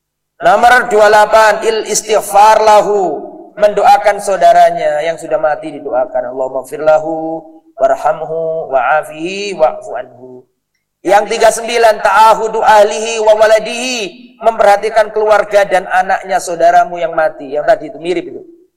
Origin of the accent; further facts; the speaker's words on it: Java, Indonesia; Mohon maaf ini bukan rasis, wong saya juga orang Jawa, tapi ini kita sedang menerangkan sesuatu.